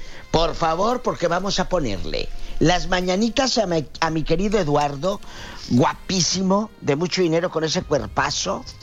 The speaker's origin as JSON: {"language": "Spanish", "region": "Michoacán", "country": "Mexico", "said": "Soy de Michoacán, diva."}